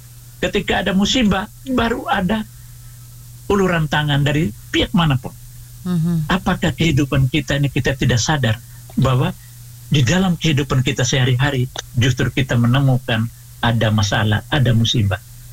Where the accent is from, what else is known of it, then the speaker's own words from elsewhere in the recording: Flores, East Nusa Tenggara, Indonesia; kami orang Flores